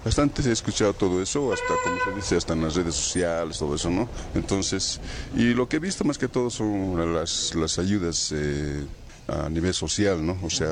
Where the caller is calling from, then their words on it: Cochabamba, Bolivia; Yo estoy aquí en Illao, pero yo vivo en Cochabamba, ¿no?